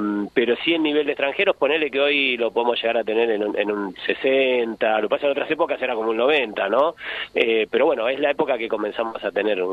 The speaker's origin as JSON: {"language": "Spanish", "country": "Argentina", "said": "siendo argentino, futbolero"}